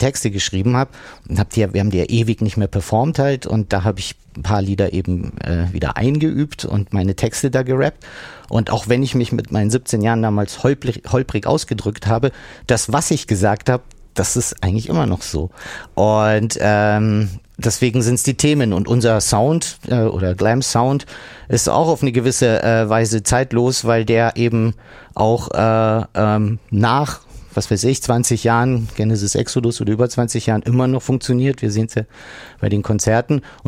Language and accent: German; Munich, Bavaria, Germany; das ist halt die Stadt, aus der wir kommen, in der wir geboren sind, in der wir groß geworden sind, in der wir leben. Insofern haben wir nicht den Blick von außen auf München, sondern eben von innen.